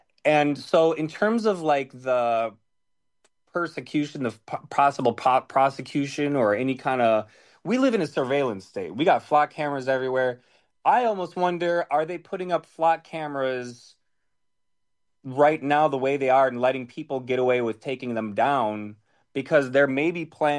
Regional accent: Minneapolis, Minnesota, United States; growing up in Southside in Minneapolis

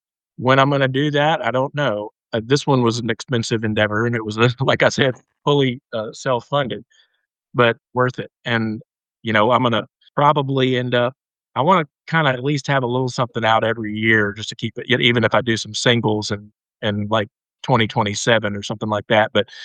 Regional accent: Nashville, Tennessee, United States; growing up in Nashville, the last thing that, you know, at least in the world that I grew up in, the little skater punk rock world, the last thing anybody wanted to be a part of was country.

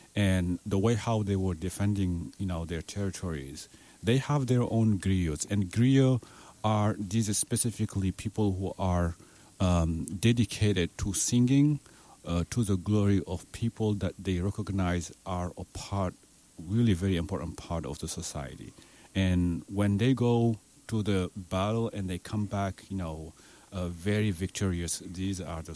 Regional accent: Mauritania; first language Fulani; English is a second language; moved away; I'm originally from Mauritania, which is West Africa. And my native language is Fulani

